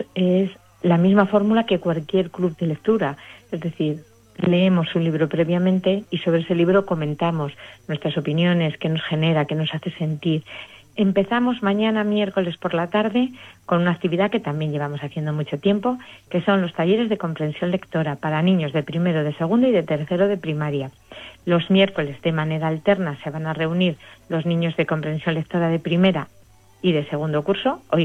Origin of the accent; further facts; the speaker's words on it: Spain; todos tenemos así ese orgullo de ¡ay, que somos españoles!